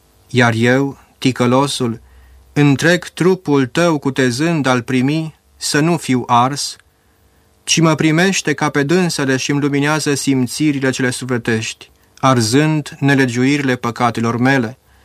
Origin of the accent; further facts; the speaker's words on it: Romania; Nu suntem mântuiți pentru că suntem români sau pentru că suntem ortodoxi